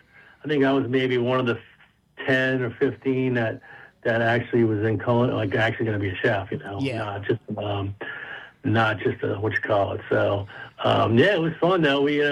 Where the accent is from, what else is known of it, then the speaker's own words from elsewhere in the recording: Metairie, Louisiana, United States; I'm born and raised in Metairie, Louisiana.